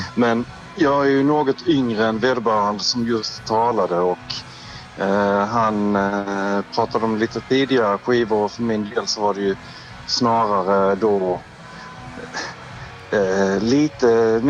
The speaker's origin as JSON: {"language": "Swedish", "town": "Bromölla", "region": "Skåne", "country": "Sweden", "lives_now": "Malmö, Sweden", "said": "Vi är ju från Bromölla."}